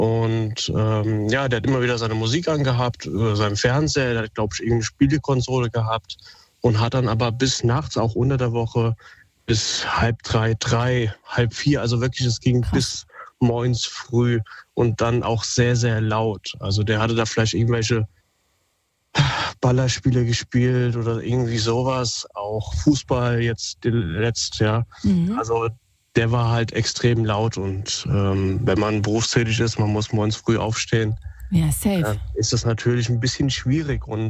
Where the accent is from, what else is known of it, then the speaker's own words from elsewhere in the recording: Wiesbaden, Hesse, Germany; ich komme aus Wiesbaden, Wilhelmstraße